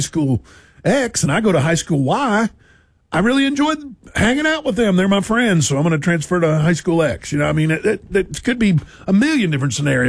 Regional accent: Chattanooga, Tennessee, United States; Like I grew up on Browntown Road back in the day. Everybody on the right side of Browntown went to Hickson. Everybody on the left side went to Red Bank.

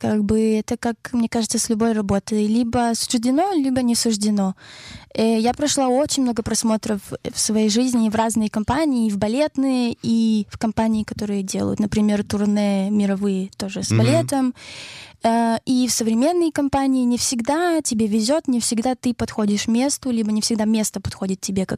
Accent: Kyiv, Ukraine; now in Israel; Я из Украины, из Киева. Я танцовщица.

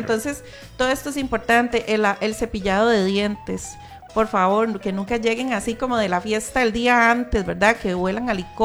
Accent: Heredia, Costa Rica; yo soy de Heredia

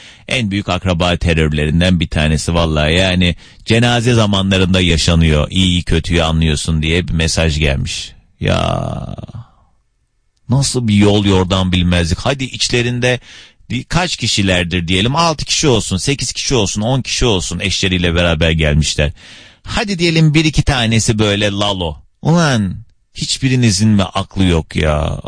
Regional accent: Kars, Turkey; Ben bilmiyorum, Karslıyım. Ki. Bizde böyle bir şey yok.

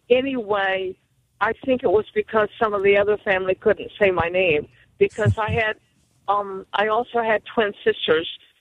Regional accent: Gassaway, West Virginia, United States; born there; I didn't grow up there, but I was born in Braxton County, West Virginia.

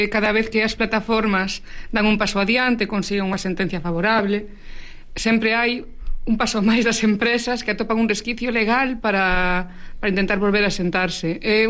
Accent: Caldas de Reis, Galicia, Spain; A ver, eu que son de Caldas.

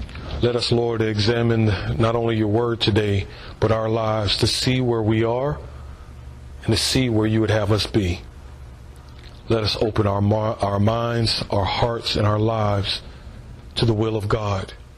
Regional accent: Jacksonville, Florida, United States; I was born here. I was born in Jacksonville, Florida.

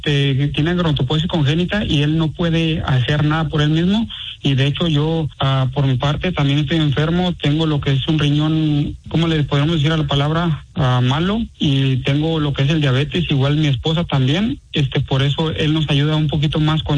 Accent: Guadalajara, Jalisco, Mexico; Yo soy de Guadalajara, Jalisco, de un rancho que se llama La Sauceda, Jalisco.

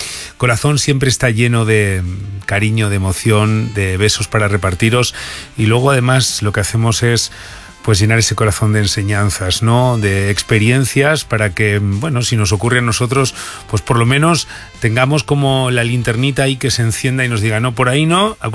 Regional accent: Spain; este fin de semana voy a ir a ver a mis padres al pueblo y mi pueblo está muy cerquita de Cantabria, muy cerca del Escudo.

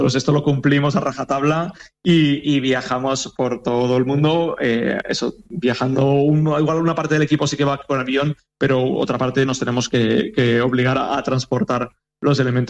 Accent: Vila-real, Valencian Community, Spain; Nosotros somos de Villarreal, hemos estado en Sagunt en varias ediciones con otros espectáculos

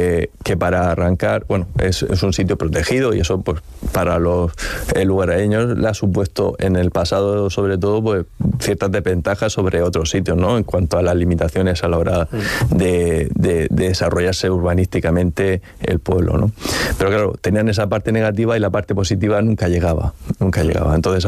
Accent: Monteagudo, Spain; yo soy de allí, de Monteagudo, soy del pueblecito de La Cueva

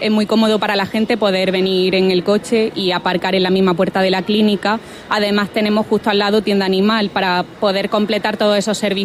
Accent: Granada, Andalusia, Spain; born there; Granada, que es mi ciudad natal y le tengo un cariño especial.

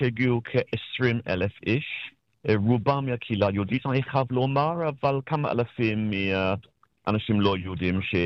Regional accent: United Kingdom; אני בריטי, אולי אני צריך לתקן את עצמי ולד המון.

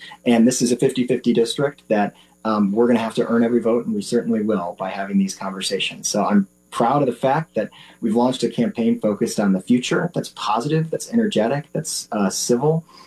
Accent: Racine, Wisconsin, United States; Yeah, well, I owe everything to my hometown. I am a product of Racine, and I have seen the state legislature turn its back on the people that I grew up

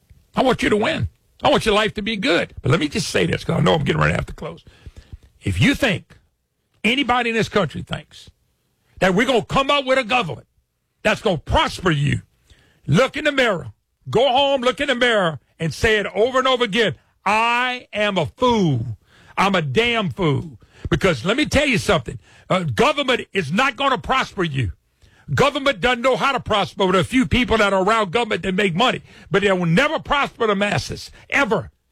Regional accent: Louisiana, United States; from Louisiana, and yes, I get excited because I love our country.

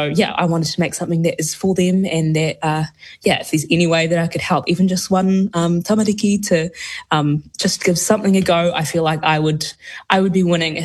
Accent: Gore, Southland, New Zealand; I grew up in Southland in Gore, in the mighty town of Gore.

